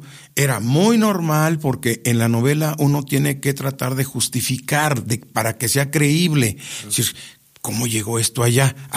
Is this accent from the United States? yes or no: no; San Juan del Río, Querétaro, Mexico; moved away; Yo soy de allá, de San Juan del Río, pero además allá está toda mi familia, digamos, paterna.